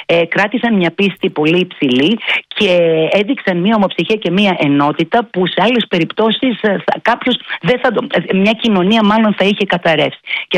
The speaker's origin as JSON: {"language": "Greek", "town": "Athens", "region": "Attica", "country": "Greece", "said": "ως Αθηναία"}